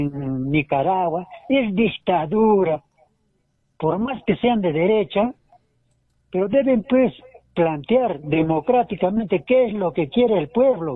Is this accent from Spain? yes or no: no; Peru; aquí como peruanos necesitamos la industrialización de nuestra patria, en todo su sentido.